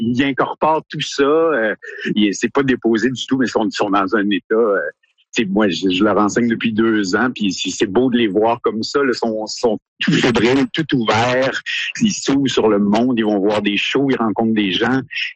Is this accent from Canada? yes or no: yes; Quebec, Canada; La notion qu'on vient du Québec, la notion qu'ils sont 12 interprètes sur scène, ce qui est quand même rare.